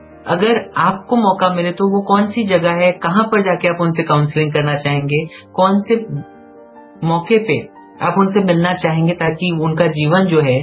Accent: Chhattisgarh, India

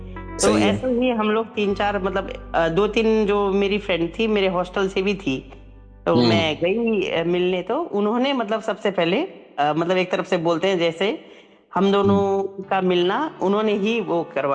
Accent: Uttarakhand, India; मैंने कहा नहीं मैं उत्तराखंड से हूँ

